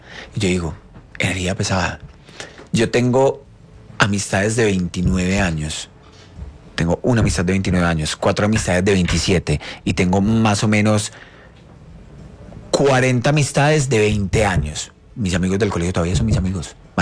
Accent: Colombia; ir a hablar sobre mi canción en Colombia, que es mi país de origen

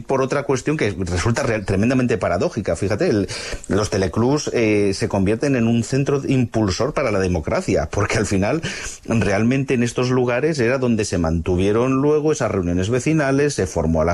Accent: Spain; somos españoles, somos latinos

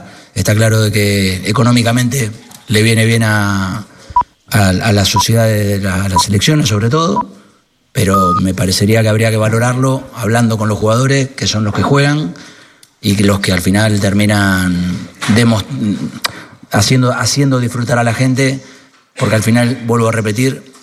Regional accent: Argentina; Con Messi, la verdad que somos agradecidos los argentinos de haber tenido a dos futbolistas extraordinarios

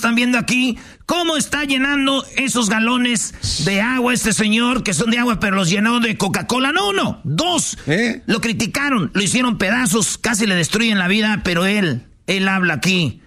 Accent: Jiquilpan, Michoacán, Mexico; y a toda la banda de mi pueblo, Jiquilpan, Michoacán

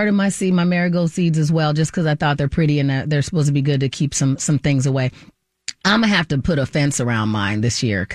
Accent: Southwest, United States; growing up in the Southwest is like Southern, but without the good accent. So we have a lot of the same words.

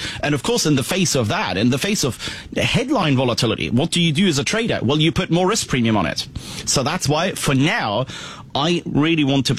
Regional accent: Germany; moved away as an adult; now in United Kingdom; I come from Germany.

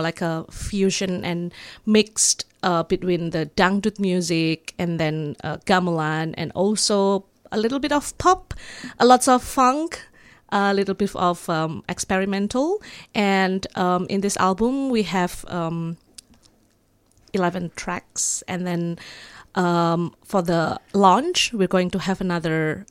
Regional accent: Java, Indonesia; English is a second language; And Carpindo is Javanese language. I'm from Java, by the way.

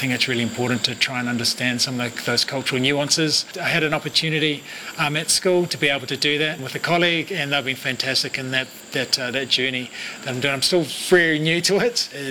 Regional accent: New Zealand; now in Singapore; Growing up in New Zealand

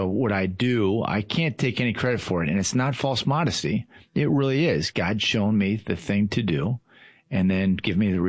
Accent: Baltimore, Maryland, United States; Well, it's funny you talk about Southern upbringing. So I grew up in Baltimore

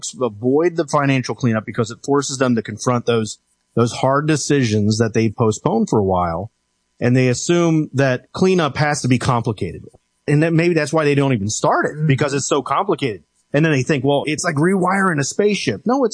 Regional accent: Cincinnati, Ohio, United States; I'm from the Midwest. So I went to a school in Cincinnati, Ohio, St. Xavier High School.

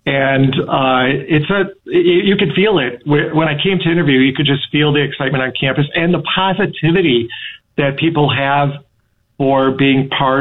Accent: Wisconsin, United States; I have, but I'm from Wisconsin, and so it's easy for me to fall into it.

